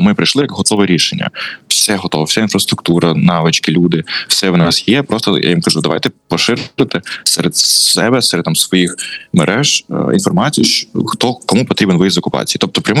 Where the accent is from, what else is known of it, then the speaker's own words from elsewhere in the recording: Nova Kakhovka, Kherson Oblast, Ukraine; moved away; я з Новаковки